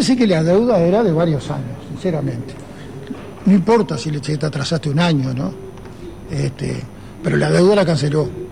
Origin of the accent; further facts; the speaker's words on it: La Paloma, Rocha, Uruguay; mi pueblo, ya, en La Paloma, en Rocha